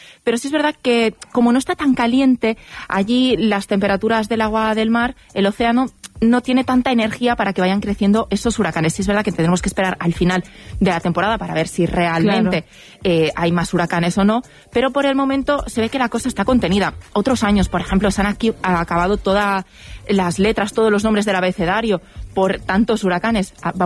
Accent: Lleida, Catalonia, Spain; En cambio, como yo soy de Lleida, allí con 40 grados a la sombra, es lo que, con lo que me he criado

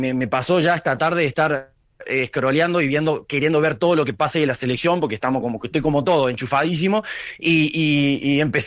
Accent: San Francisco, Córdoba, Argentina; now in Barcelona, Spain; él es periodista, nosotros somos de San Francisco, y él es el jefe de prensa del Club Sportivo Belgrano

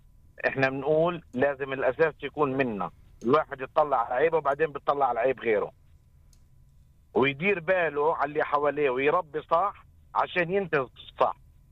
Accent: Jerusalem, Palestine; إحنا أولاد القدس محرومين من الانتخابات عشان فيش معنى جنسية

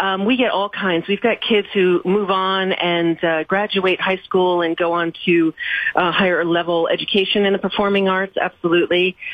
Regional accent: New York, United States; Plus, I'm from New York. So I really, you know, I'm magnetized to that type of area and those stories

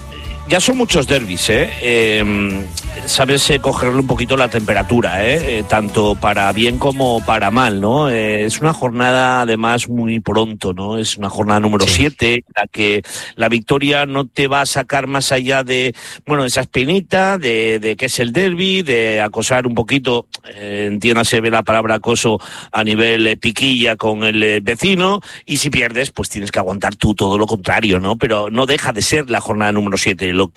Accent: Asturias, Spain; a mí me hizo sentirme también muy orgulloso de mi tierra, porque colores aparte y rivalidades aparte, el sonar el himno de Asturias con la bandera de Asturias

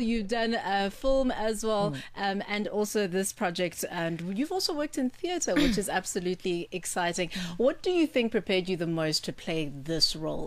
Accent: South Africa; we're South African creators and artists and actors

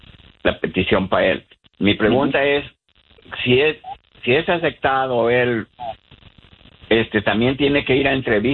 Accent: Jalisco, Mexico; Somos de Jalisco.

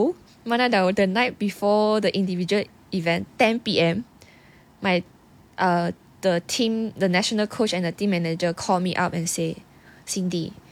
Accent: Sarawak, Malaysia; I think maybe because I'm from Sarawak kot.

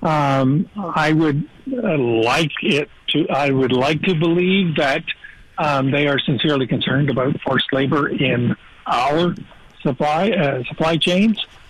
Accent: Canada; And I don't think that's how we see ourselves as Canadian citizens or as the nation of Canada.

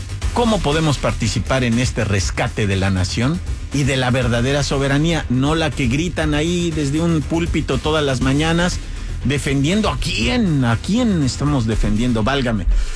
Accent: Mexico; Como mexicano se los digo

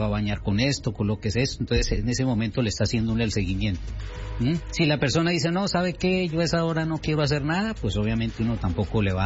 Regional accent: Colombia; moved away as an adult; also born or lived in Mexico; now in United States; Y sí, yo soy nacido en Colombia, yo salí de mi país desde los 21 años tenía exactamente. Me vine a México, luego aquí en Estados Unidos, voy y vengo.

